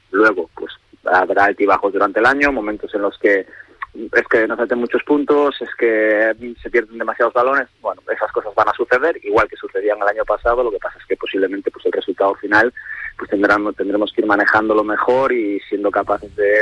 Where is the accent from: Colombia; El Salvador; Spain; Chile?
Spain; A Coruña, Galicia; de los que somos gallegos